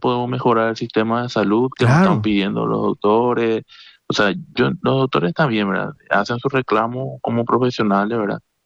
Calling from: Limpio, Central, Paraguay; yo soy de Limpio

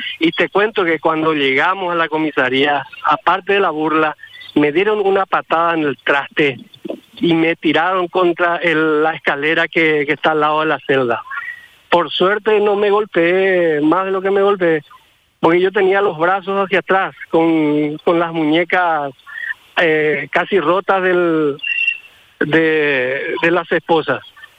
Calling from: Alberdi, Ñeembucú, Paraguay; yo provengo de Alberdi, yo soy alberdeño, provengo de esa zona

